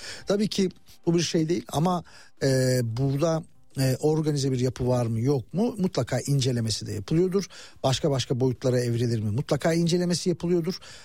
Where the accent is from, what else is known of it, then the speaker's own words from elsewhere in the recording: Muş, Muş Province, Turkey; Muşspor'u takip ediyorum. Memleketimin takımı. Ha, Muşspor'la Fenerbahçe oynasa şimdi bizim Muşlular bana kızacak belki ama hep onu söylerim.